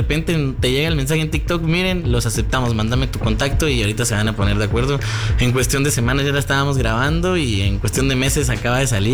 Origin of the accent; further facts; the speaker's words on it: Quiché, Guatemala; moved away; yo soy de Quiché.